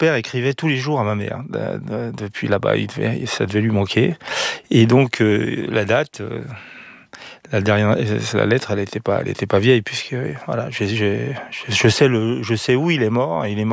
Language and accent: French; Grenoble, Auvergne-Rhône-Alpes, France; born there; also born or lived in Lyon / Arnas, Villefranche-sur-Saône (Beaujolais)